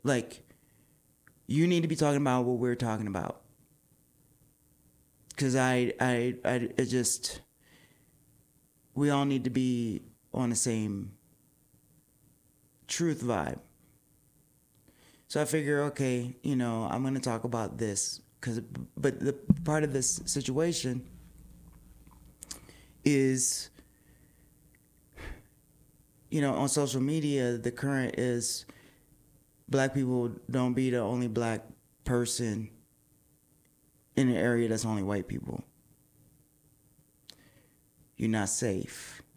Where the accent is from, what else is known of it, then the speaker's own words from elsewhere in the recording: Washington, District of Columbia, United States; my hometown of DC